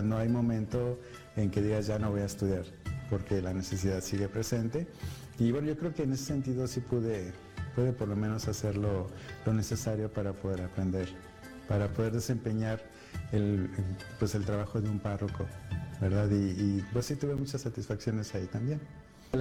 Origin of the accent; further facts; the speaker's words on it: Arteaga, Coahuila, Mexico; de Misioneros de Guadalupe. Soy originario de Arteaga, Coahuila, está en el norte de México.